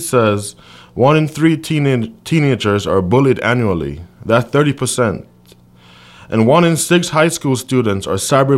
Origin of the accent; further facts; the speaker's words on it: Jamaica; moved away as an adult; now in United States; I grew up in church in Jamaica, and my dad was a deacon.